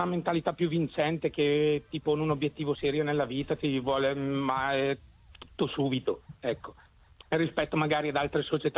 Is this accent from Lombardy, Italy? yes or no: yes; Bergamo, Lombardy, Italy; Io Inter, anche Inter, se sono di Bergamo, sono